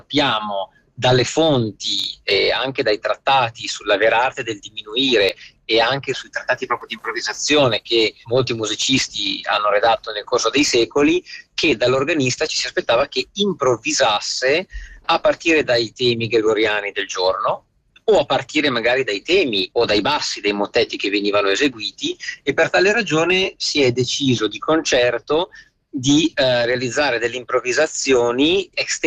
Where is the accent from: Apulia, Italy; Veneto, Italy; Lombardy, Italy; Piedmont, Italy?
Piedmont, Italy; Vercelli; Sì, Vercelli, comunque sono piemontese.